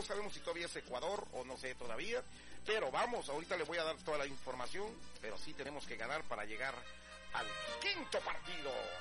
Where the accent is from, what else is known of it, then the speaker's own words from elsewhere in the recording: Mexico; nuestros pueblos maravillosos de nuestro México lindo y querido